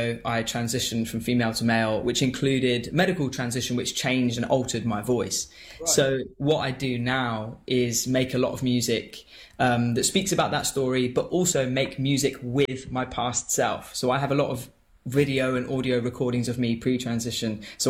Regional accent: Newquay, South West England, United Kingdom; born there; moved away as an adult; now in London, United Kingdom; I was born in Newquay and I moved to London to make music probably about 13, 14 years ago.

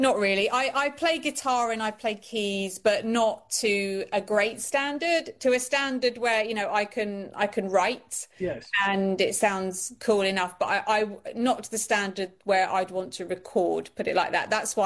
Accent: London, United Kingdom; moved away as an adult; also born or lived in New York / Los Angeles; and then I'm from North London

